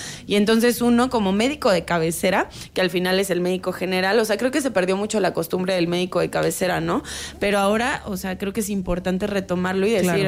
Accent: Mexico

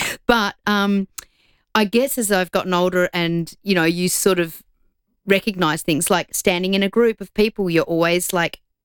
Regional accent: Broken Hill, New South Wales, Australia; when I grew up, I grew up in Broken Hill. I don't know whether it was the lead in the water or what it was there

